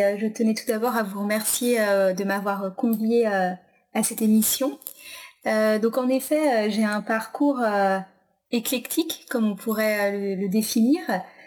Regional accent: Brittany, France; now in Tours, France; Alors donc je suis de Bretagne, originaire de Bretagne, ma famille vit en Bretagne, donc j'ai fait mes études à l'université de Rennes.

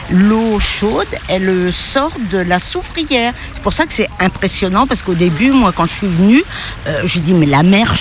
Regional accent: Narbonne, Occitanie, France; mon mari c'est Patrick, et je viens de Narbonne, à côté de Narbonne.

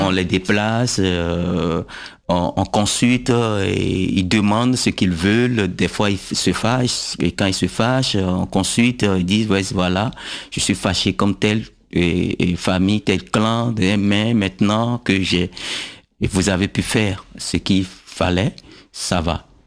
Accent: Abomey, Zou, Benin; born there; je suis né à Boumé, la terre d'Aboumé

